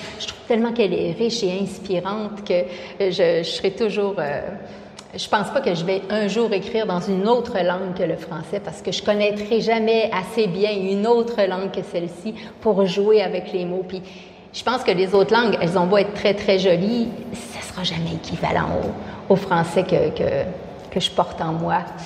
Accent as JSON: {"language": "French", "region": "Quebec", "country": "Canada", "accent": "Québécois", "said": "Et je suis québécoise, mais ça, je pense que ça s'entend. Puis j'ai beau passer des mois ici à faire des spectacles un petit peu partout, c'est vrai que mon accent ne change pas. Il y a quelque chose de profondément ancré en moi. Là, j'ai le Québec dans les veines."}